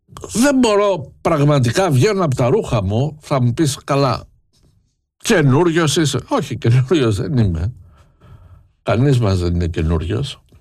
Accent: Greece; ντρέπομαι που είμαι Έλληνας

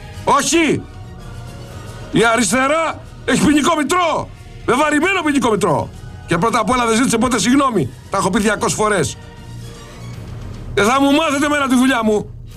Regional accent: Mystras, Peloponnese, Greece; Στα μέρη μου, στο Μιστρά.

